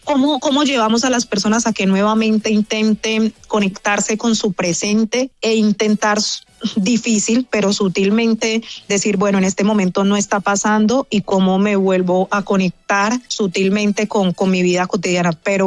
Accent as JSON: {"language": "Spanish", "region": "Chocó", "country": "Colombia"}